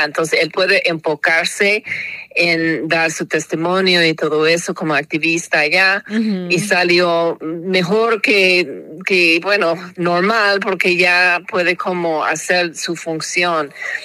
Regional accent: San Diego, California, United States; now in Los Angeles, United States; yo vengo de San Diego, nací en San Diego y luego estoy viviendo aquí en Los Ángeles.

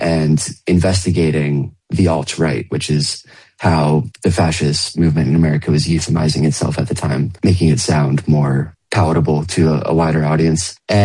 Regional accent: Gettysburg, Pennsylvania, United States; was actually back in my hometown in Gettysburg, Pennsylvania.

